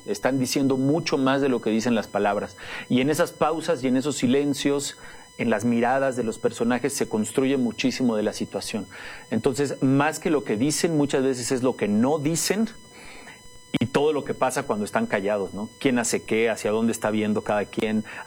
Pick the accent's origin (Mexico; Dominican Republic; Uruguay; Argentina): Mexico; es importante que como mexicanas, que como mexicanos lo sepamos y vayamos a nuestros teatros.